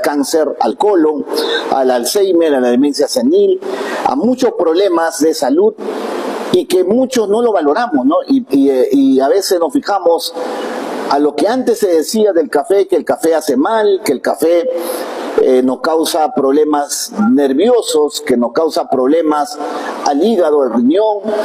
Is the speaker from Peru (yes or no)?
yes; Peru